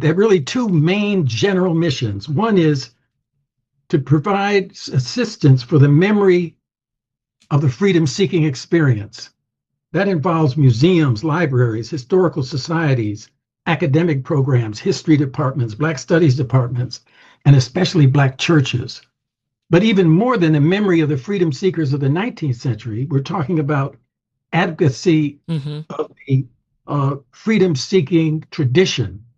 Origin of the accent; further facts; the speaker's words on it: Chicago, Illinois, United States; born there; I was born in Chicago